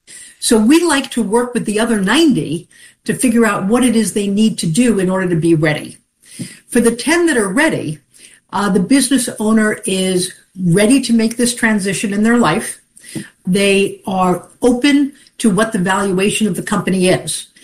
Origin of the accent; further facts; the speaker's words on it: Long Island, New York, United States; I'm a kid from Long Island and think that, you know, if you've been able to create that, God bless you